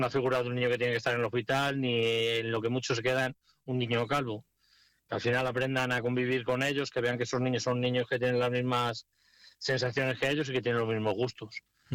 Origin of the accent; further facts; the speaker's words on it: Salamanca, Castile and León, Spain; porque somos de Salamanca, pues hay muchas familias en Salamanca que nos decían que por qué no invitábamos a su equipo